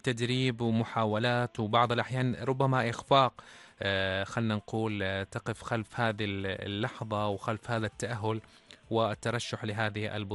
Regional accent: Oman; نحن كعمانيين

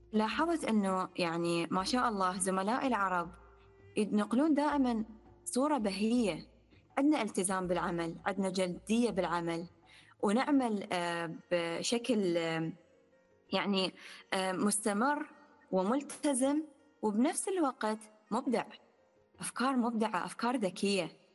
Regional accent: Iraq; moved away; يعني إحنا عشنا بالبلدان العربية، أنا عشت كبرت وترعرعت بالعراق

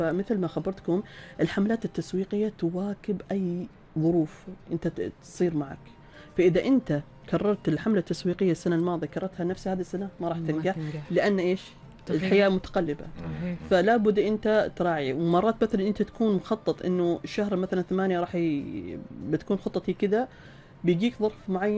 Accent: Salalah, Dhofar, Oman; عندنا في صلالة

